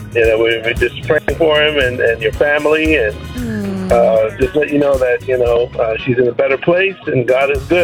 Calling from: Atlanta, Georgia, United States; in Atlanta.

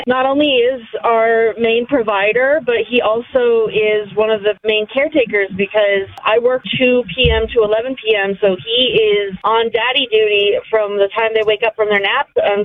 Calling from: Idaho, United States; I'm from Idaho.

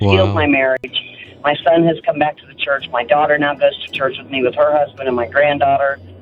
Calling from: Centerville, Ohio, United States; I am calling from Centerville, Ohio.

